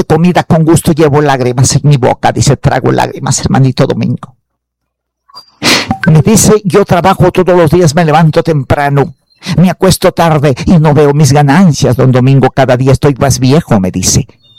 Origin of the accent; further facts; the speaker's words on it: Piura, Peru; now in Tarapoto, Peru; Ya, yo no soy de acá de Tarapoto. Yo vengo de la provincia de Huancabamba, Toluce. Son Dorilio, mi tierra.